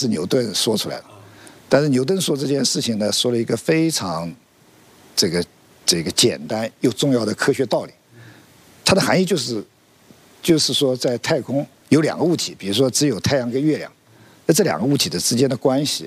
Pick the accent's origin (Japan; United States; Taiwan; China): China; 那么如果翻译成我们中国的土话呢，就三个和尚没水喝